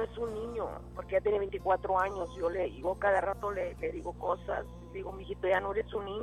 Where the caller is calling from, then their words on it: Raymondville, Texas, United States; De Raymondville.